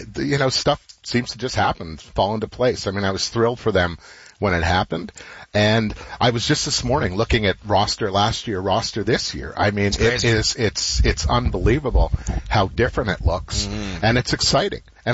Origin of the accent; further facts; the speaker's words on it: Montreal, Quebec, Canada; Yes, I grew up in Montreal as a Habs fan